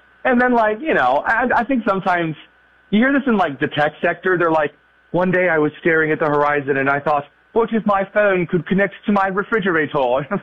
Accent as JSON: {"language": "English", "region": "Midwest", "country": "United States", "said": "As a Midwesterner"}